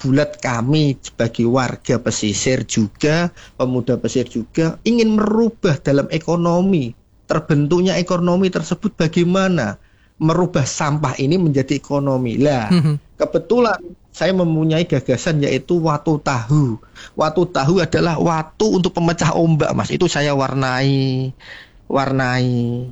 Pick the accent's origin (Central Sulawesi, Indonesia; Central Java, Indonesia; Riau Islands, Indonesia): Central Java, Indonesia; Rembang; Kami dari pesisir asli, Mas, dari Rembang.